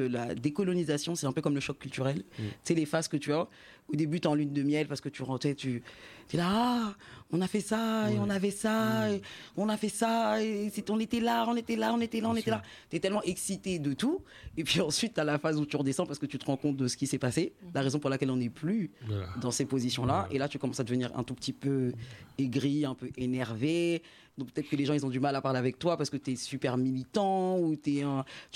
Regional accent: Haiti; je suis haïtienne

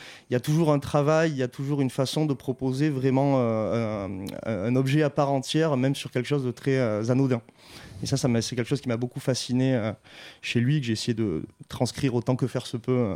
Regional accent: Nouvelle-Aquitaine, France; also born or lived in Bayonne, France; je suis né à Bayonne, donc au Pays Basque. J'ai grandi en Béarn, à côté du Pays Basque, et j'ai aussi des origines du coup portugaises.

